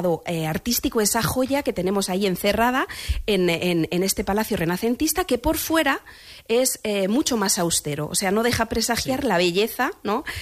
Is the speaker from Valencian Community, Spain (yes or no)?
no; Castilla-La Mancha, Spain; moved away as an adult; also born or lived in Ciudad Real; now in Italy; yo, siendo manchega, habiendo estudiado en Ciudad Real, en la Facultad de Ciudad Real